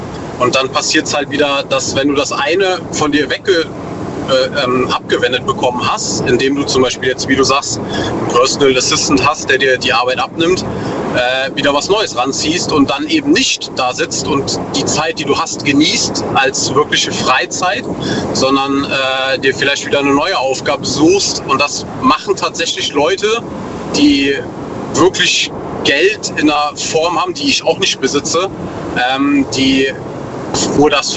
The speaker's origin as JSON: {"language": "German", "region": "North Rhine-Westphalia", "country": "Germany", "said": "Aus der Eifel, NRW."}